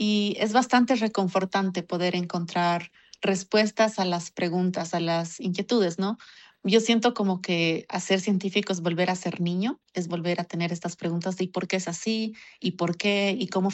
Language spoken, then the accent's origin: Spanish; Bolivia; Somos bolivianos, estamos descubriendo nuevas especies